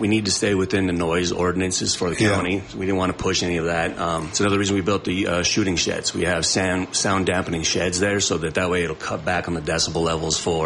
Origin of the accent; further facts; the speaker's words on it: Leadville, Colorado, United States; growing up in Leadville